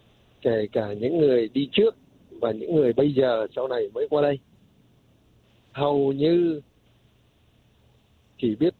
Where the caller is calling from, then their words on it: Garland, Texas, United States; Tôi ở Garland, Dallas đây